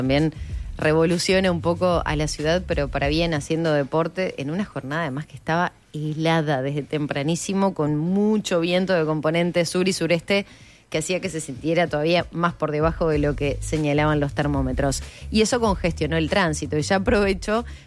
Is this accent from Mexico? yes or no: no; Canelones, Uruguay; Yo soy de Canelones.